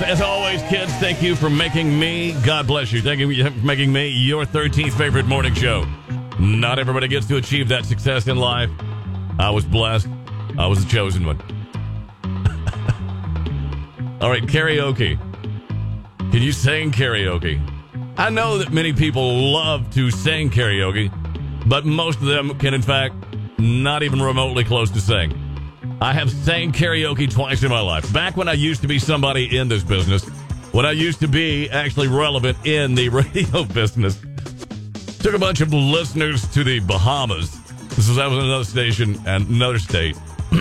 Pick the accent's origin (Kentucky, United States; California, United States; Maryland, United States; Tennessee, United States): Kentucky, United States; Now, you know I'm from Kentucky, right?